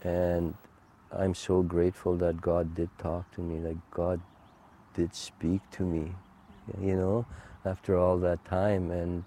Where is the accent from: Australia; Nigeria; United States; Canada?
Canada; first language Cree; My first language is Cree.